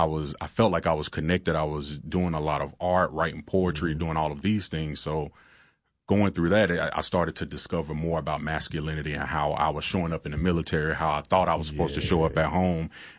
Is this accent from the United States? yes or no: yes; Chattanooga, Tennessee, United States; born or raised there